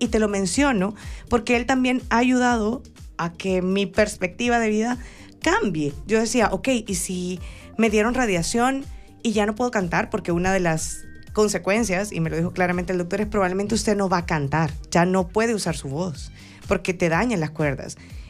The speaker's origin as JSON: {"language": "Spanish", "country": "El Salvador", "said": "el mensaje como salvadoreña"}